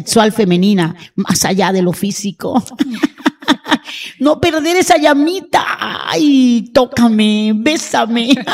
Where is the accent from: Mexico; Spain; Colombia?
Colombia; San Juan del Cesar, Cesar; nuestra tierra, San Juan del Cesar, un municipio que enamora